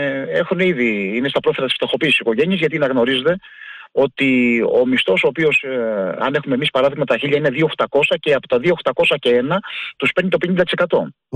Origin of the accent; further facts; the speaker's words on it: Patras, Western Greece, Greece; εγώ βλέπω την πόλη μου, την Πάτρα, αυτή τη στιγμή το πρωί να είναι μια έρημη πόλη.